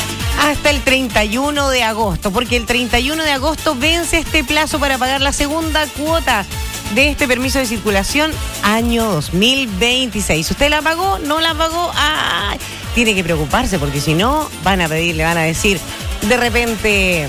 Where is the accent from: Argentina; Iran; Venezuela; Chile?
Chile